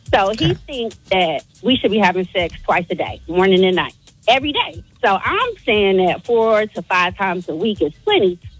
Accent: Detroit, Michigan, United States; now in Washington, United States

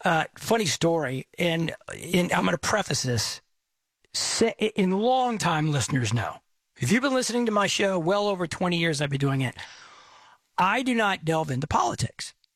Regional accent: Texas, United States; Now, I am a Texan most all of my life. I am at least a fifth-generation Texan. I am incredibly proud of being from this great state.

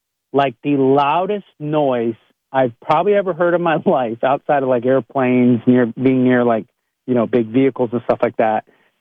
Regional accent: Ontario, Canada; now in Lancaster County, Pennsylvania, United States; I'm from Eastern Ontario, Canada. So like I live in Lancaster County now, and driving from Lancaster County to say Pittsburgh is like the equivalent of driving from my hometown to the big city of Toronto.

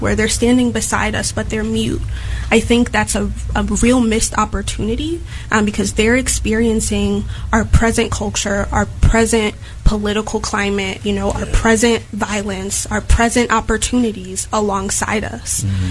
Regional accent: Chicago, Illinois, United States; being a Chicago youth at one point, right? I grew up in Chicago, born and raised.

